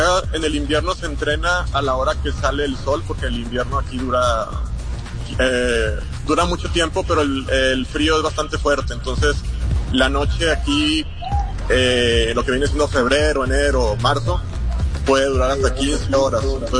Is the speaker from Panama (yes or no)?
no; Mexico; moved away as an adult; now in Mongolia; fui el primer mexicano en llegar aquí a Mongolia, de hecho yo era el único latino del equipo